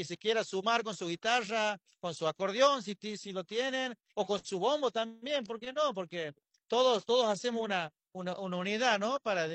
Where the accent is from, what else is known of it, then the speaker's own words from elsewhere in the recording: Argentina; yo creo que como argentinos estamos muy contentos de ser nombrados en el mundo